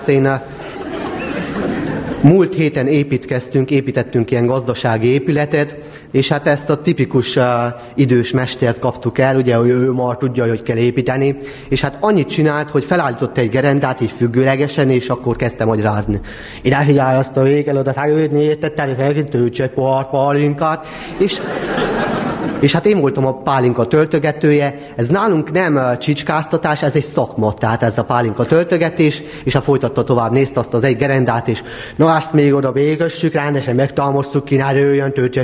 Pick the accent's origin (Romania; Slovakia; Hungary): Romania; Csíkdánfalva, Harghita; accent: Székely; Csíkdán falváról érkeztem, ez Erdélyben van, Csíkdán falva, hát nálunk csak úgy mondják, hogy Dánfali, vagy van a szomszédfalu, az nem Csíkkarcfal, hanem Karcfali és Jenőfali, tehát így a V betűt nem mondják ki, tehát hát a víznek úgy mondják, hogy pálinka nálunk